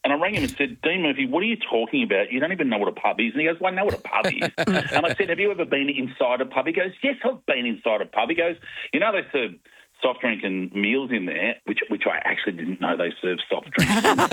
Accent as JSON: {"language": "English", "town": "Melbourne", "region": "Victoria", "country": "Australia", "said": "Oh, look, just so you know, I'm from Melbourne and I've never heard of Dederang."}